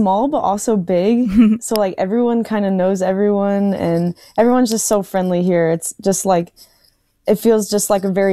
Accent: St. Louis, Missouri, United States; now in Minnesota, United States; I'm from St. Louis and people from St. Louis consider it a soccer city.

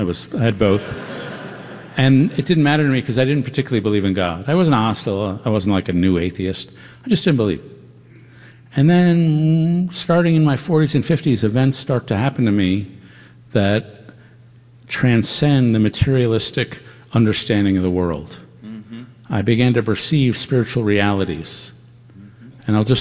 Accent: New York City, New York, United States; I grew up in New York City, as I mentioned, and I a very strong Jewish family, celebrated high holidays

